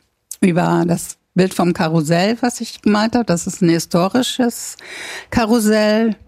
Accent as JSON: {"language": "German", "town": "Münster", "region": "North Rhine-Westphalia", "country": "Germany", "said": "Ich komme aus Münster und habe ja auch Grafikdesign studiert und 96 mein Diplom gemacht."}